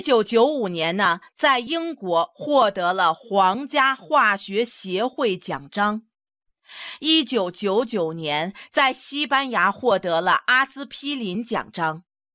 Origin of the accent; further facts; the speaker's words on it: China; 我们中国人怎么了？中国人差哪儿了？我们中国不但能够研究，还能比你们研究的更好